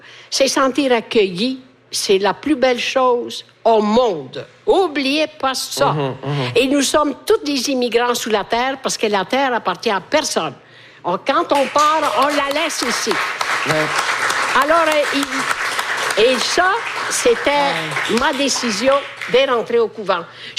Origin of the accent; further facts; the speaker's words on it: Italy; French is a second language; now in Canada; Chez nous, en Italie, il fait chaud.